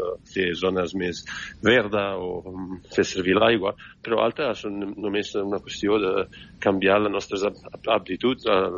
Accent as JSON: {"language": "Catalan", "country": "Italy", "moved": "yes", "said": "jo soc italià"}